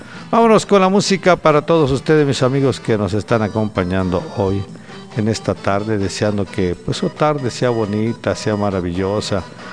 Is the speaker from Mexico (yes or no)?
yes; Mexico; somos mexicanos.